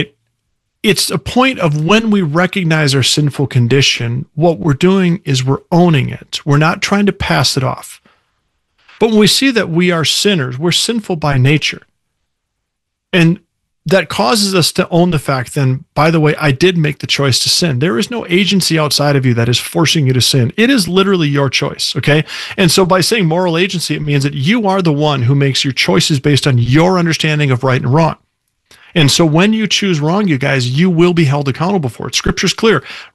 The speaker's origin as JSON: {"language": "English", "town": "Minneapolis", "region": "Minnesota", "country": "United States", "tie": "born or raised there", "moved": "as an adult", "lives_now": "Sioux Falls, United States", "said": "I grew up in the Minneapolis area. I live in Sioux Falls now. I've lived in the Midwest most of my life. I've moved all over the country at times, but majority of my life's been in the Midwest."}